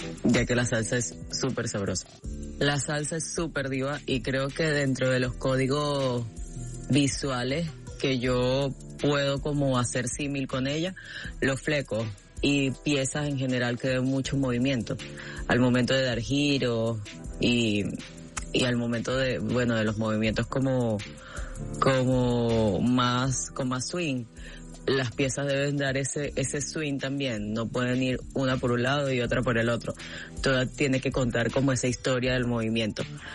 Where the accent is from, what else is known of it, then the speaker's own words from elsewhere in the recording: Barinas, Venezuela; Yo soy de Barinas y en Barinas la música llanera y el joropo se bailaba o se baila con faldas muy largas